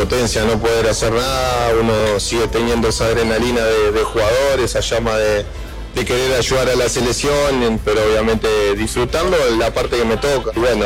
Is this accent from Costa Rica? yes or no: no; Uruguay; somos uruguayos